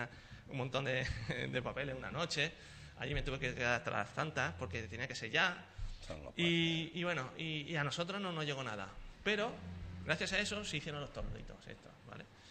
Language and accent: Spanish; Sanlúcar de Barrameda, Andalusia, Spain; nosotros somos de Sanlúcar.